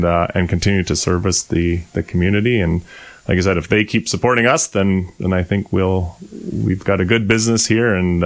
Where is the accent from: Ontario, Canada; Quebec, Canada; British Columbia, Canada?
Ontario, Canada; Guelph; So I grew up in Guelph, not really on a farm or anything like that, but spent most of my summers at my grandparents, helping on their dairy farm.